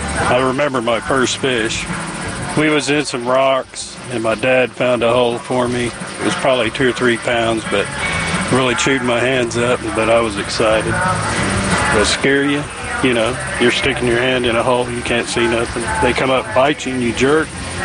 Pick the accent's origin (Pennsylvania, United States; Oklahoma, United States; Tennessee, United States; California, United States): Oklahoma, United States; Calumet; I'm from Calumet, Oklahoma. I am fourth generation Okie Noodler.